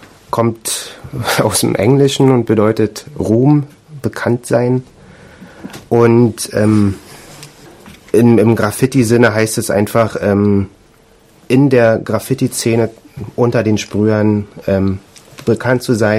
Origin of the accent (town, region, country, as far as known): Berlin, Germany; now in Dresden, Germany